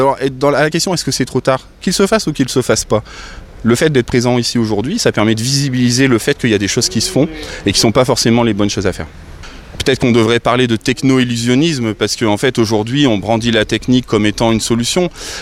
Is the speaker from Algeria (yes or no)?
no; Oisy-le-Verger, Hauts-de-France, France; also born or lived in Douai; Moi, je suis né ici, enfin, je suis pas né ici, je suis né à Douai, mais j'ai fait de 6 ans à 22 ans à Oisil-Verger, j'ai habité ici, donc je connais bien, c'est ma coin, comme on dit.